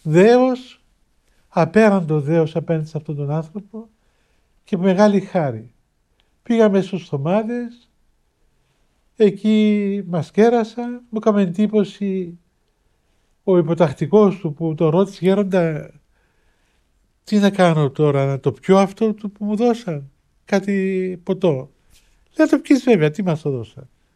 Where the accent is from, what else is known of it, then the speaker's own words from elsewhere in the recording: Cyprus; εγώ είμαι Κύπριος, μου φτάνει από την Κύπρο και δεν το ξέρω